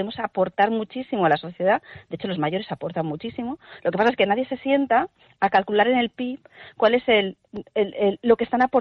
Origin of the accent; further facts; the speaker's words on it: Spain; Nosotros somos españoles, júbilo, jubilarse es júbilo, alegría.